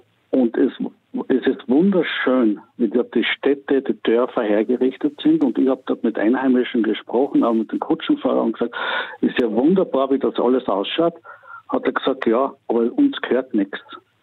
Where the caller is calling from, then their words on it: Graz, Styria, Austria; Ich rufe aus Graz an.